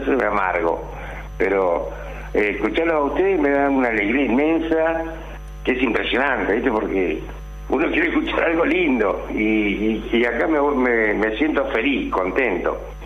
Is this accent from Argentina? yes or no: yes; Chaco, Argentina; accent: porteño; No, y por más que vos le viste, saqué el documento, mirá, la locución es cerca en Fontana, es loco, frente a Resistencia, ¿viste? Resistencia de la ciudad capital